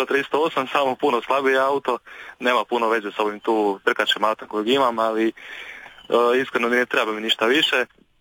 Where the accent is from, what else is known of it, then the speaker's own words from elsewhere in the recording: Croatia; Pa kod nas u Hrvatskoj, tako, u brdske utrke pogotovo ne, ja sam bio među mlađima kad sam krenuo, sad tek 17 godina.